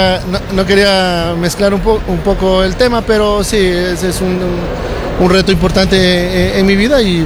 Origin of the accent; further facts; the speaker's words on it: Loja, Ecuador; No, que aquí está un lojano de corazón que siempre he tenido las ganas de servir a mi tierra, que hemos siempre he tenido la mejor visión de poder hacer de Loja la ciudad más linda del mundo